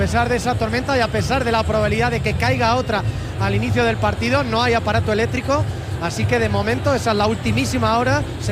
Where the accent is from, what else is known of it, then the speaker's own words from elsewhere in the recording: Spain; los españoles nos hacemos de rogar para entrar